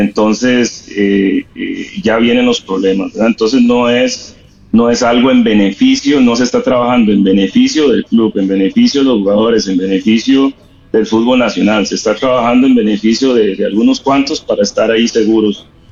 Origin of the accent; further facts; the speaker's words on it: Limón, Costa Rica; venimos de Limón